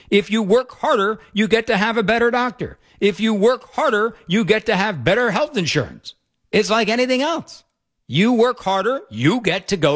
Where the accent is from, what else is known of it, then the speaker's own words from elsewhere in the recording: United States; It's not just because I'm an American.